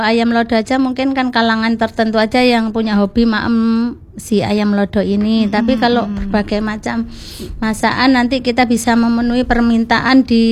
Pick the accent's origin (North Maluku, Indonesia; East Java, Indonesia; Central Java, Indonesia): East Java, Indonesia; Trenggalek; Berawal dari kebetulan saya itu orang Trenggalek.